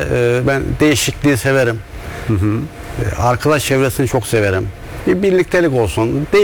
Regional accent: Ankara, Turkey; born there; also born or lived in Çankırı; now in Istanbul, Turkey; Ben 1964 Ankara doğumluyum. Emekli subayım.

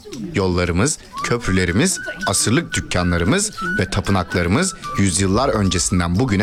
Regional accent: Longyan, Fujian, China; Atalarımız buraya göçtüğünde o büyük Orta Ova kültürünü de beraberlerinde getirdi.

